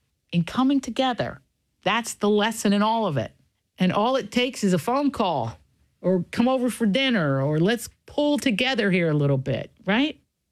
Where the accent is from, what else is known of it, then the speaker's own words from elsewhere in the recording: Appalachia, United States; I'm from Appalachia.